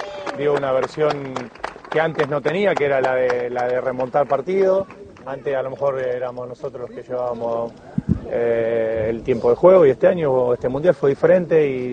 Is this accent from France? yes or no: no; Argentina; creo que con nosotros como argentinos tenemos que reconocer a veces que el rival juega